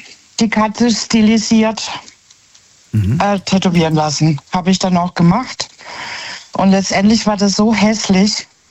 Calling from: Heilbronn, Baden-Württemberg, Germany; Ja, aus Heilbronn.

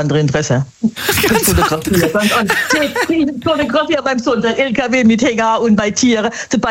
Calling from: Bad Schönborn, Baden-Württemberg, Germany; Ja, aus Bad Schönborn.

